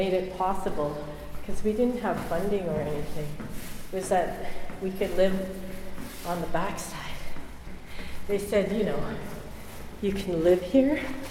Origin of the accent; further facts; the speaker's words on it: Calgary, Alberta, Canada; moved away as an adult; because I didn't know anyone, because I was from Calgary.